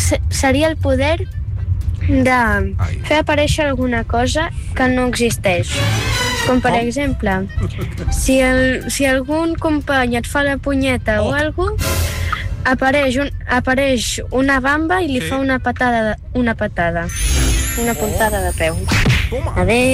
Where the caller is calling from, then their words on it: Sant Cugat del Vallès, Catalonia, Spain; de Sant Cugat.